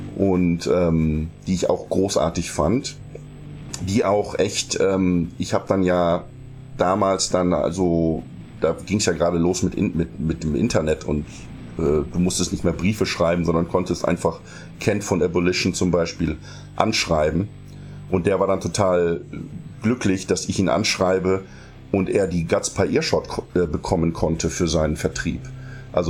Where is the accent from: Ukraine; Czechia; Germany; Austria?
Germany; ich als Deutscher dann halt sagen muss